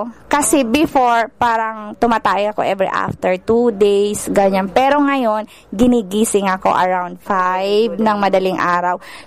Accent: Pio Duran, Bicol Region, Philippines; from Binodigahan, Piudoran, Albay.

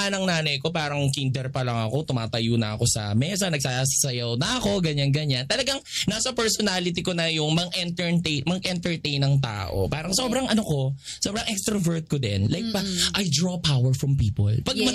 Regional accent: Marilao, Central Luzon, Philippines; Marilenyo ako, ma. Taga-Barilaw ako.

